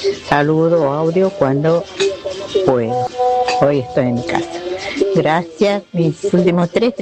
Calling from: Monte Grande, Buenos Aires Province, Argentina; de Monte Grande.

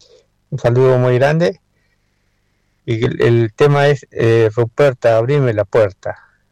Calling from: San Antonio Este, Río Negro, Argentina; Yo le hablo de San Antonio Este.

